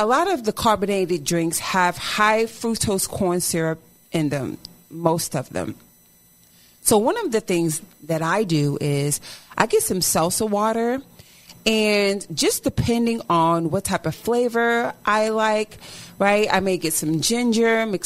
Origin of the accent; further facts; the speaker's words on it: New Jersey, United States; I'm from Jersey, Cora, so we say soda.